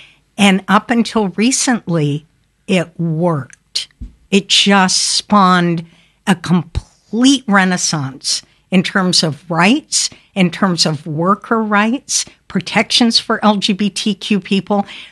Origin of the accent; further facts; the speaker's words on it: Canada; now in United States; I'm Canadian